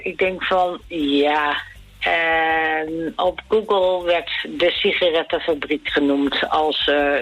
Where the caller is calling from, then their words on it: Roermond, Limburg, Netherlands; Roermond.